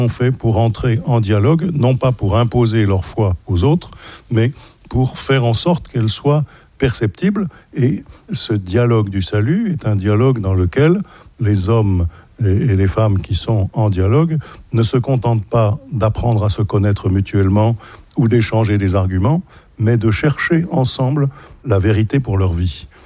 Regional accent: Paris, Île-de-France, France; chez nous à Paris

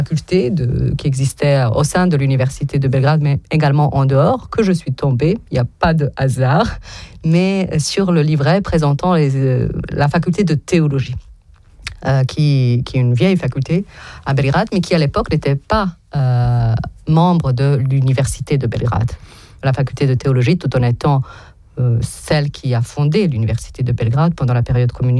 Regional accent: Tuzla, Federation of Bosnia and Herzegovina, Bosnia & Herzegovina; En fait, parce que je suis née en Bosnie, c'était encore l'ex-Yougoslavie. Et mes parents...

